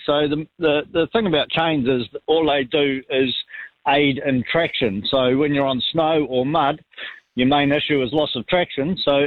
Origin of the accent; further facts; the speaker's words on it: New Zealand; I'm still a Kiwi.